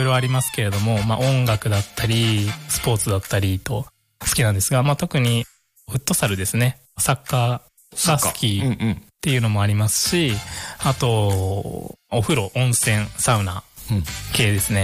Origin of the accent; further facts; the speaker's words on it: Chigasaki, Kanagawa, Japan; moved away as an adult; also born or lived in Szeged, Hungary / Uji, Kyoto; now in Iwaki, Japan; 私31歳で、出身地がですね神奈川県の茅ヶ崎市で、出身大学はあのハンガリーのセゲド大学っていうところの出身です。